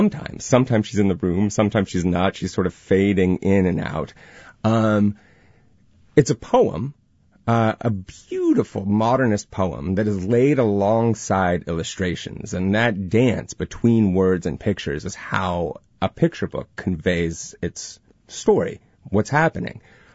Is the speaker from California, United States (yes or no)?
yes; California, United States; I grew up in the Bay Area, and I would come home from school.